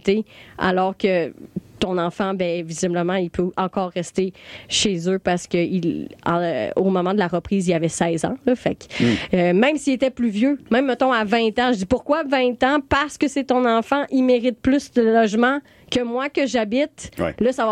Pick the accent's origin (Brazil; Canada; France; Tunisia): Canada; Trois-Rivières, Quebec; born there; now in Montreal, Canada; Tu sais, moi, je suis née à Trois-Rivières, puis quand je suis arrivée à Montréal